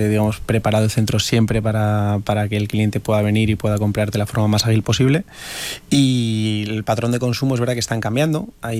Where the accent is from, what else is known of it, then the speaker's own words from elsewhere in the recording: Navarre, Spain; particularmente como navarro que soy, me gusta mucho.